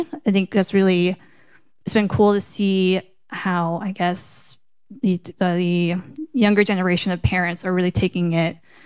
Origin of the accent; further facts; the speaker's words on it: Midwest, United States; I grew up in my parents' nail salon surrounded by other Vietnamese folks. But I grew up in the Midwest, actually.